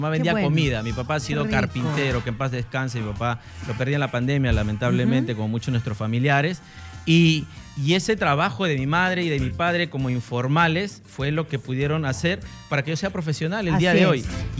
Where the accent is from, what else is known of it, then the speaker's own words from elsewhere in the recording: Lima, Peru; Yo soy del barrio más picante de San Juan del Urigancho.